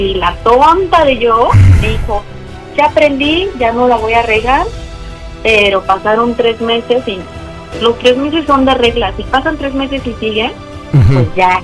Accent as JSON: {"language": "Spanish", "town": "Cuautla", "region": "Morelos", "country": "Mexico", "said": "Tengo 34 años y soy de Cuautla, Morelos."}